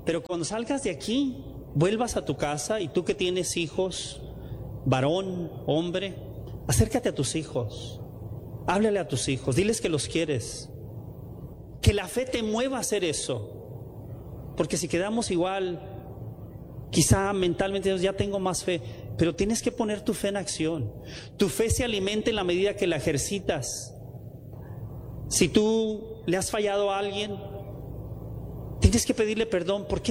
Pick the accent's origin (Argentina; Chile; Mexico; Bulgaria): Mexico; Tijuana, Baja California; Pues no le fue tan mal al bolerito de Tijuana